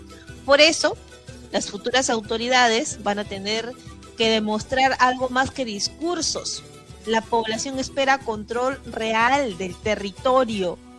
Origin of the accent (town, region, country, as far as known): Peru